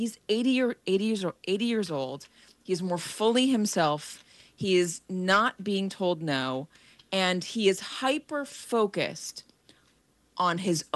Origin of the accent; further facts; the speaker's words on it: California, United States; I say we because I am a Californian